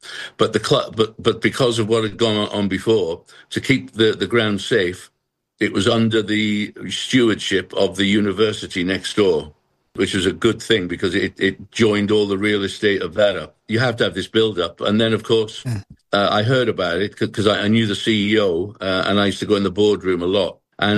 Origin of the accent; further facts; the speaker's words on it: Wrexham, Wales, United Kingdom; We had an ancient city just up the road in Chester. So Chester was like the, for want of a better word, the snobby, you know, city.